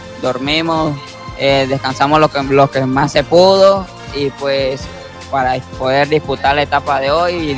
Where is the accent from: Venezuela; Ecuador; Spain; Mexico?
Venezuela; Nirgua, Yaracuy; vengo del estado de Yaracuy, del municipio de Nirgua.